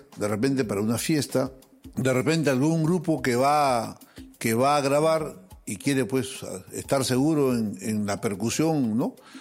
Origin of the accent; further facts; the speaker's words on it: Peru; soy peruano